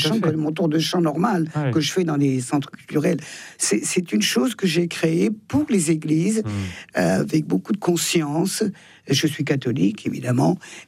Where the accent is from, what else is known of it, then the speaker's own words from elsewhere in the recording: Auvergne-Rhône-Alpes, France; Je suis plus savoyarde que française d'ailleurs.